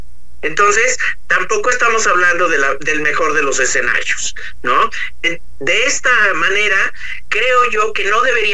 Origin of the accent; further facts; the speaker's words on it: Mexico City, Mexico; Como mexicano y más aún como capitalino, me siento orgulloso